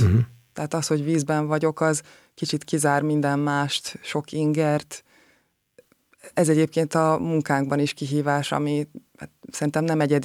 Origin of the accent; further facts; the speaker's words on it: Hungary; a Balatonnál nőttem fel